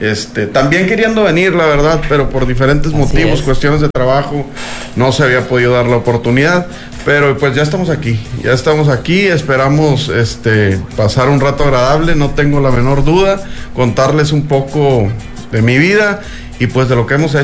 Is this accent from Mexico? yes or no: yes; Zaragoza, Coahuila, Mexico; also born or lived in Sabinas, Coahuila / Piedras Negras, Coahuila; allá naciera yo. Y nacieron todos mis hermanos, toda mi familia también nació en Sabinas, pero pues siempre viví en Zaragoza. Por allá, la primer casa de mis padres en la colonia muy conocida, La Novalera.